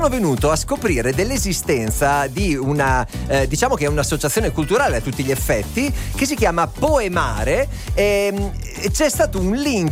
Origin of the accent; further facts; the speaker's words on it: Ferrara, Emilia-Romagna, Italy; Ferrara, che è la mia città natale